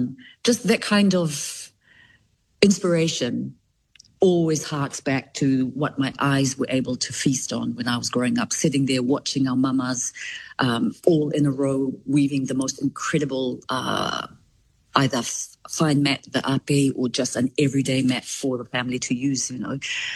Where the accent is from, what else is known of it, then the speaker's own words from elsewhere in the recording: Rotuma, Fiji; also born or lived in New Zealand; because if you read my bio, I was born in Aotearoa, New Zealand. I was taken back to Rotuma and I had my first birthday there and my 13th birthday there. So those first formative years of my childhood was being brought up in Rotuma